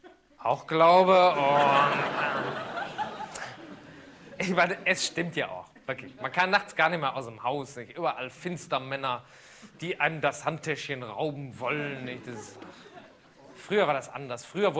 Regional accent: Düsseldorf, North Rhine-Westphalia, Germany; Ich komme ja aus Düsseldorf

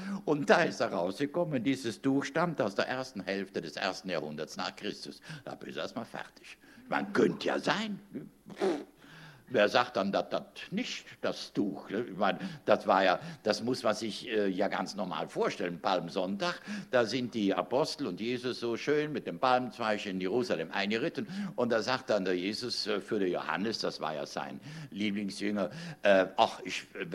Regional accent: Southern Germany, Germany; now in Rhineland, Germany; Ich komme ja aus dem Süddeutschen

